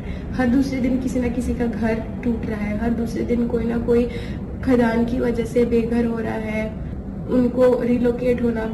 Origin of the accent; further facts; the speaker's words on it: Dhanbad, Jharkhand, India; मैं भी धनबाद से हूँ।